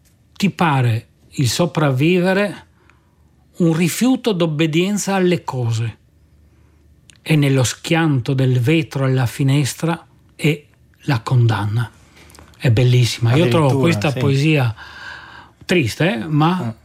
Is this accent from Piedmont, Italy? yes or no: no; Trieste, Friuli-Venezia Giulia, Italy; La conoscevo questa poesia, la leggo e mi commuovo a leggere questa poesia da triestino.